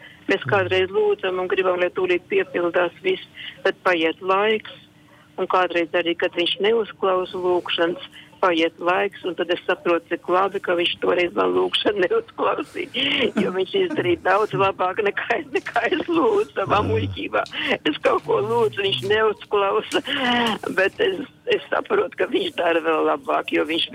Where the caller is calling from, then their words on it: Riga, Latvia; Es esmu no Rīgas, jā. Es esmu no Rīgas.